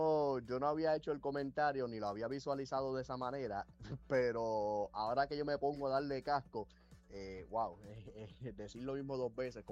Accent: Humacao, Puerto Rico; yo soy gris porque mi pueblo natal es Humacao

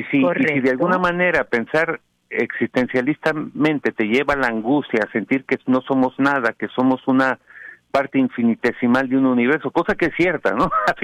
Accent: Mexico; Al haber pasado mi infancia en México

